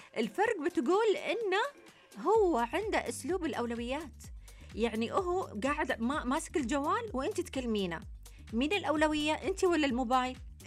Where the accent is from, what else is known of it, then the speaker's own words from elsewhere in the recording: Egypt; moved away; يعني انا مصري متغرب والحمد لله